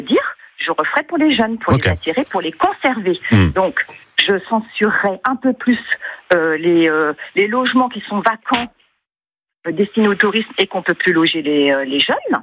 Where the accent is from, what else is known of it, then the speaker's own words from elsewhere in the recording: France; Je parle également en tant que Française